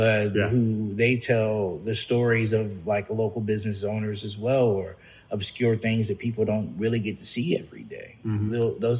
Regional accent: United States; You know, I'm an American.

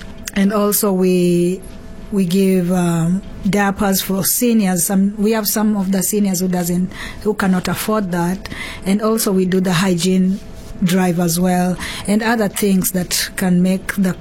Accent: Kenya; moved away as an adult; now in Nebraska, United States; I'm originally from Kenya. I came here in 2012.

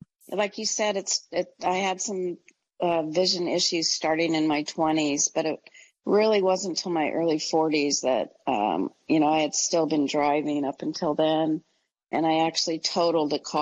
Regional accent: San Francisco, California, United States; And for the next 20 years, I grew up in the Bay Area, San Francisco, and I sought out all kinds of alternative modalities

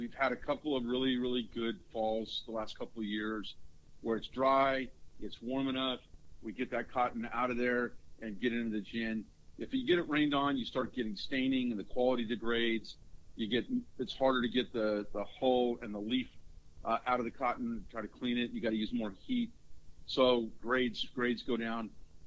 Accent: Los Angeles, California, United States; born there; I was actually born in Los Angeles.

